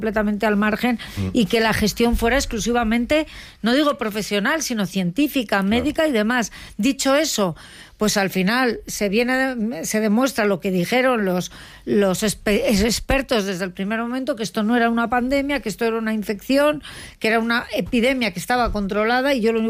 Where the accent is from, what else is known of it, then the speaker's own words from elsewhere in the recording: Madrid, Community of Madrid, Spain; born there; Ahí nací yo, en el Gómez Ulla, claro.